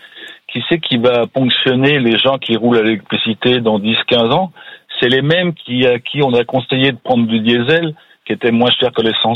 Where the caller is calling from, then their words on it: Gorges, Pays de la Loire, France; Alors, j'habite à Gorges.